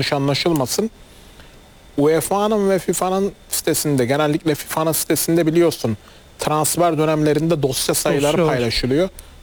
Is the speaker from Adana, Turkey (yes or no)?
yes; Adana, Turkey; Mesela benim memleketim Adana Demirspor.